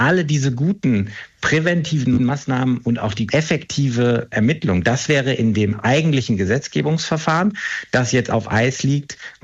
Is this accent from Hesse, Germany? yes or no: no; North Rhine-Westphalia, Germany; Ich komme aus Nordrhein-Westfalen